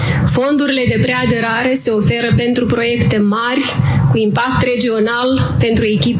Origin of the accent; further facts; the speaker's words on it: Risipeni, Moldova; Eu m-am născut și am copilărit în Risipeni, Pelești.